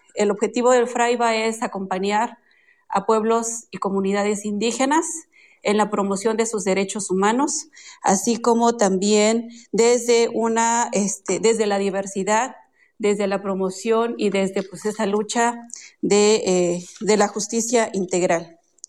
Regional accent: Chanal, Chiapas, Mexico; soy maya tzeltal, originaria del municipio de Chanal, en el estado de Chiapas.

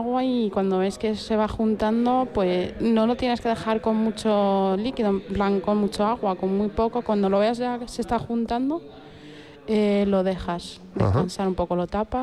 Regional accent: Spain; born there; Soy de España y he nacido aquí, pero mis padres son de Marruecos.

